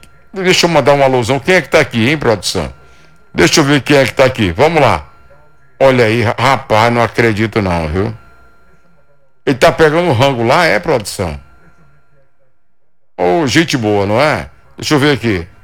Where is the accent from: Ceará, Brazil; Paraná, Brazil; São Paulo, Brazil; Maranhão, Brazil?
Maranhão, Brazil; Eu sou maranhense